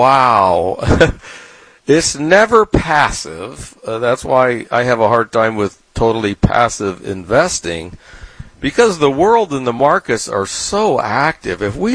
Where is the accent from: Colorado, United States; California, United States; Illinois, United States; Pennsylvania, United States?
California, United States; San Diego; Yeah, well, I grew up in San Diego, which obviously is a very sunny place, and spent a lot of time at the beach, body surfing, spent a lot of time fishing.